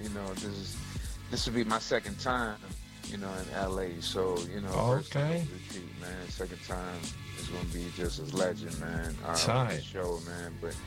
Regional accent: Tidewater, Virginia, United States

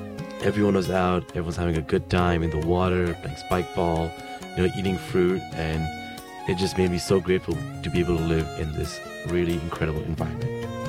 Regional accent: Karachi, Sindh, Pakistan; now in Isla Vista, United States; my hometown of Karachi, where I grew up

